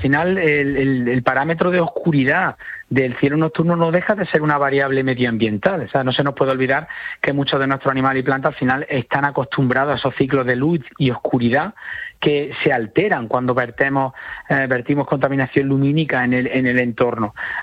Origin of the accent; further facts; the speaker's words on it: Jaén, Andalusia, Spain; yo en concreto que soy de Jaén